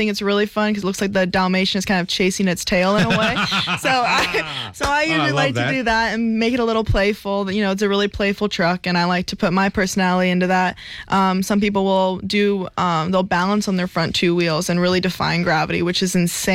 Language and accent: English; Switzerland; But I am originally from Switzerland, so I love a good cathedral